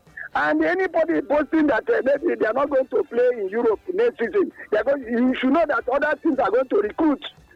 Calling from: Ikorodu, Lagos, Nigeria; I'm calling from Ikorodu.

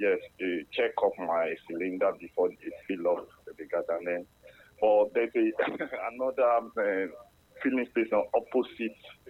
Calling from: Bariga, Lagos, Nigeria; I'm coming from Bariga.

